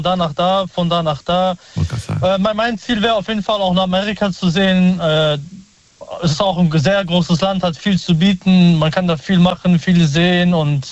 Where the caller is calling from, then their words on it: Cologne, North Rhine-Westphalia, Germany; Ja, bei uns in Köln ein bisschen stürmisch, windig, Regen.